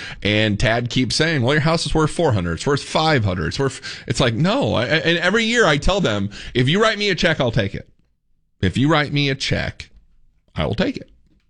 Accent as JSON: {"language": "English", "region": "Northern United States", "country": "United States", "said": "Once again, I'm a transplant. I'm a Yankee. I came from the North. I say that with pride. I mean, I love Texas. I'm never leaving, ladies and gentlemen."}